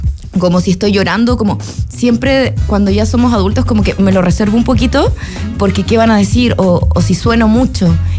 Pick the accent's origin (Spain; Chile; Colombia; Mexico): Chile